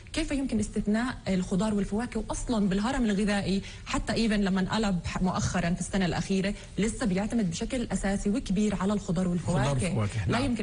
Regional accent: Palestine; احنا هون عندنا في فلسطين

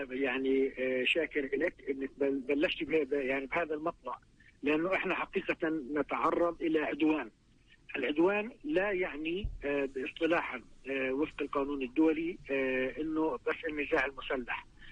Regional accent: Palestine; التي نعاني منها كفلسطينيين في الضفة الغربية وفي القدس الشرقية

